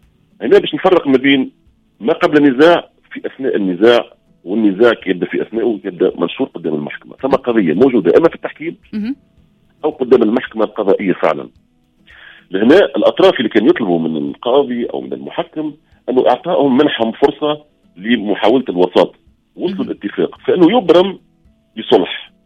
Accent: Tunisia; أنا مثلا تونسي

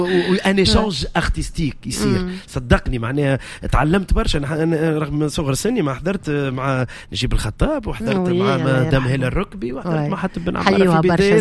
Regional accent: Tunisia; أنا تونسي الجنسية

